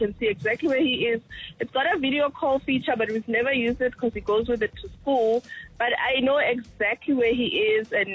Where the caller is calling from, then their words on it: Meyerton, Gauteng, South Africa; It's Lesotho from Meyerton.